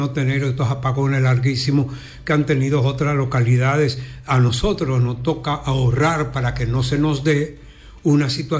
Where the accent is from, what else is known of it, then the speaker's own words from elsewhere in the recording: Dominican Republic; nos toca seguir observando como vegano, como dominicano, todos los dominicanos